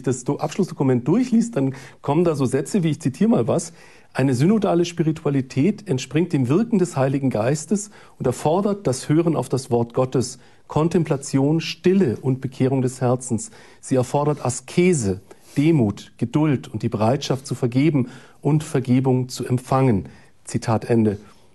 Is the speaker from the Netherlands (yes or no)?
no; Germany; Als Deutscher bin ich natürlich auch immer persönlich ein Kritisierer.